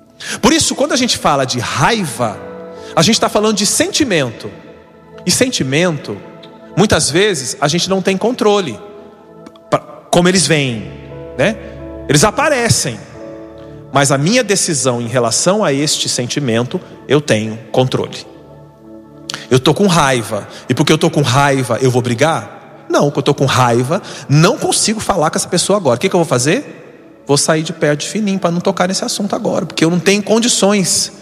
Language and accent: Portuguese; Paraná, Brazil; moved away; Você está no Sul, da onde eu sou, do Paraná?